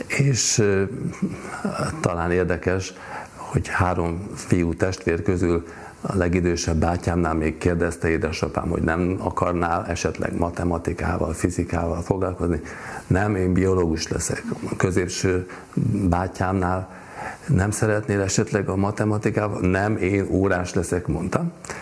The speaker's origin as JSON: {"language": "Hungarian", "region": "Budapest", "country": "Hungary", "tie": "born there"}